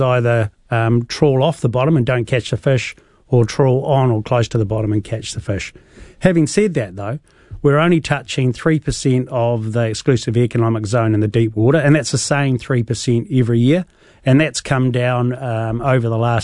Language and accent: English; Southland, New Zealand; He was an inshore fisherman in Southland, so I grew up in Southland.